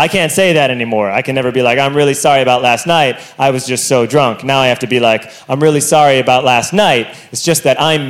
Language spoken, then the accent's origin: English; Ireland; I'm Irish, I keep things very bottled up, and I don't drink, which is not what you're supposed to do when you're Irish.